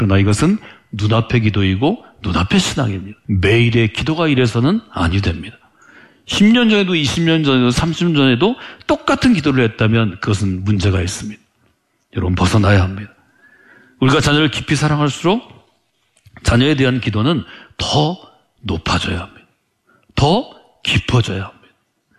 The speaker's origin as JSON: {"language": "Korean", "country": "South Korea"}